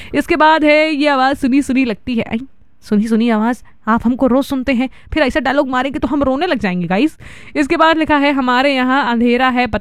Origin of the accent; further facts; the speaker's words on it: Gonda, Uttar Pradesh, India; मैं तो गोंडा से हूं।